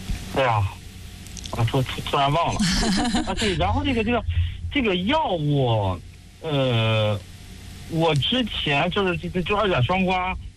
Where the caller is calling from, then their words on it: Shijiazhuang, Hebei, China; 啊，对，我是石家庄。